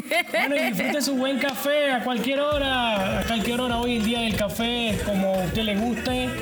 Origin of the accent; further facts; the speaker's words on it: Chitré, Herrera, Panama; moved away; Allá en mi tierra, en Chitre